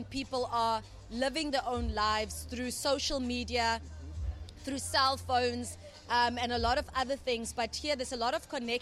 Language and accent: English; South Africa; I'm proudly South African.